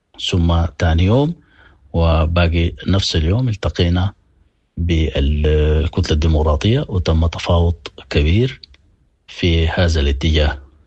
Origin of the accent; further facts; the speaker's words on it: Sudan; هذا أيضا انتصار لأنه لم يتوفر هذا من زمن بعيد بالنسبة لنا كسودانيين،